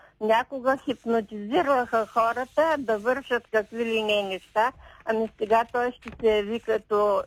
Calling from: Shumen, Shumen Province, Bulgaria; от Шумен съм

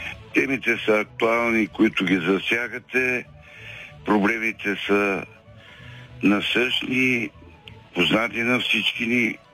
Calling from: Teteven, Lovech Province, Bulgaria; от Тетевен.

